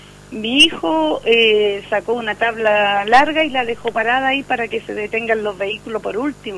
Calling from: Chile; Yo la llamo de Lagunillas.

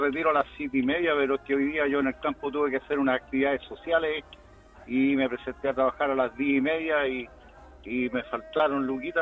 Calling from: Chile; soy de Chicalindo.

